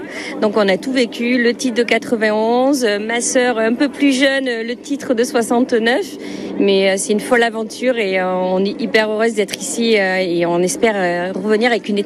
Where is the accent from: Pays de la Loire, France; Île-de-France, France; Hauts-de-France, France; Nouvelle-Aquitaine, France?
Nouvelle-Aquitaine, France; Bègles; on a grandi à Bègles, à Musard, dans les gradins de Musard.